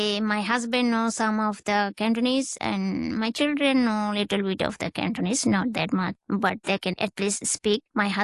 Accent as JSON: {"language": "English", "country": "Bangladesh", "tie": "born or raised there", "moved": "as an adult", "lives_now": "Hong Kong", "said": "Both my hometown and Hong Kong I like very much, because where I grew up with my cousins and very big family, my root is in my village."}